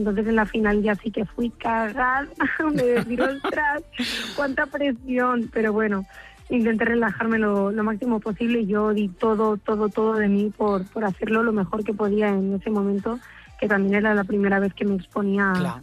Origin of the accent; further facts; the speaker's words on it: Balearic Islands, Spain; now in Madrid, Spain; y espero estar ahí cantando pronto con mi gente, con mi familia y con mi isla.